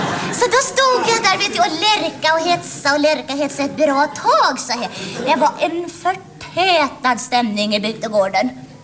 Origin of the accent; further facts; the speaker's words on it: Västra Götaland County, Sweden; born there; jag hade en väldigt svår dialekt att arbeta bort. Ja, det är nämligen så att jag är född i Västergötland